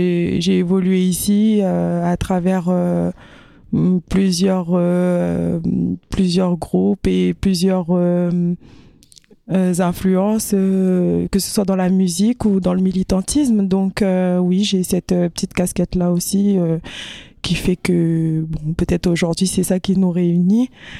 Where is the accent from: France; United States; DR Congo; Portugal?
France; Paris, Île-de-France; donc, et je suis de Paris, originaire de Kanaki, Nouvelle-Calédonie, donc je me perçois plutôt comme une femme kanak et hexagonale française aussi.